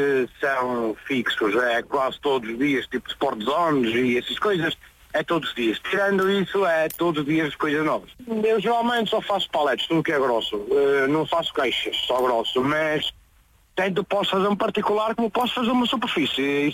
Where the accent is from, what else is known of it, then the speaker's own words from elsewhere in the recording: Alijó, Vila Real, Portugal; Né, sou de Vila Real, de distrito de Vila Real, Alijó, cheio de Alijó, Vila Real